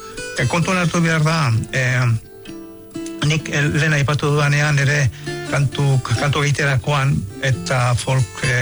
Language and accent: Basque; Hondarribia, Basque Country, Spain; ni Hondarribian jaio nintzen eta Portuan bertan bizi nintzen